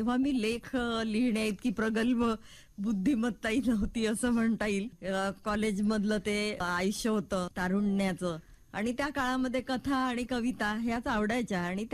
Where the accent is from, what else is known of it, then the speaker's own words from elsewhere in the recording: Darwha, Maharashtra, India; माझं माहेर यवतमाळ जिल्ह्यातील दारव्हा येथील. … आणि माझं बालपण हे दारव्हा इथेच गेलं. बी ए पर्यंतचं माझं शिक्षण हे दारव्ह्यालाच झालं होतं.